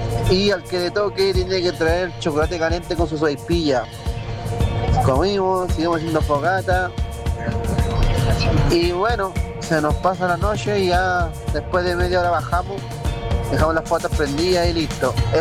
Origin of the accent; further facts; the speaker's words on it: Arica y Parinacota, Chile; yo soy especialmente del Valle de Zapa. Nos juntamos tipo 9:30, 10 de la noche, subimos una especie de cerrito, un poquito alto, ¿ya?